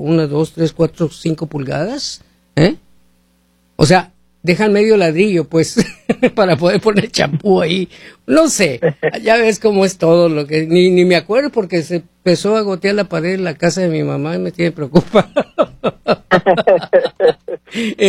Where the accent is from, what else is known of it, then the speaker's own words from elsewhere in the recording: United States; para nosotros como pueblo estadounidense